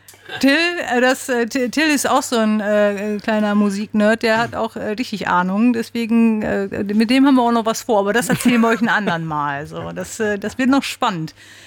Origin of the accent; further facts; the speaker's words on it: North Rhine-Westphalia, Germany; ich komme aus dem Sauerland.